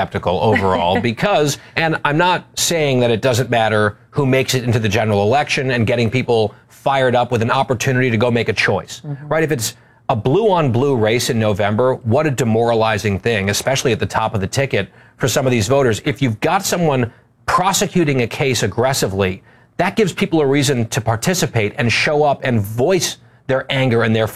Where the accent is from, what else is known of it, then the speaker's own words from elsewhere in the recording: New Jersey, United States; I'm from New Jersey. I lived through 9/11 in high school. My town lost 12 people.